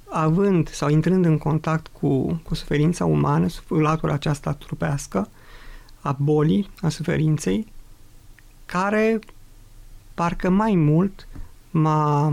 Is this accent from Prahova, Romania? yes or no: yes; Câmpina, Prahova, Romania; born there; în urmă cu 44 de ani m-am născut pe Meleaguri Muntenești, în județul Prahova, în orașul, municipiul Câmpina. Provin dintr-o familie, o familie de oameni credincioși, oameni practicanți ai Sfintei Biserici